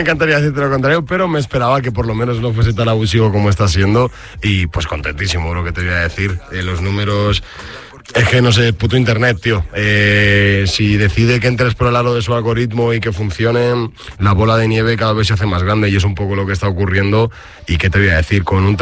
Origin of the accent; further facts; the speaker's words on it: Madrid, Community of Madrid, Spain; pero digamos que mi infancia ha sido en Carabanchel, mi adolescencia, madurez, por llamarlo de alguna manera, que tampoco lo considero así, ha sido en Aluche.